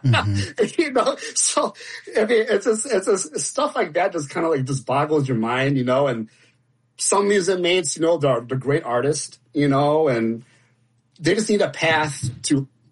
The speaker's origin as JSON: {"language": "English", "town": "Wheaton", "region": "Illinois", "country": "United States", "tie": "born or raised there", "said": "Well, I grew up in Wheaton, Illinois, and then spent here my entire life."}